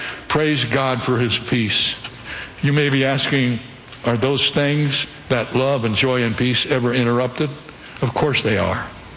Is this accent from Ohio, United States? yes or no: yes; Ohio, United States; born or raised there